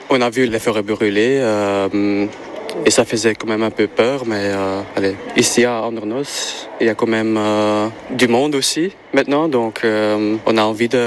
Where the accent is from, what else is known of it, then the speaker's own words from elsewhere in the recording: Belgium; On vient tout près de Bruxelles.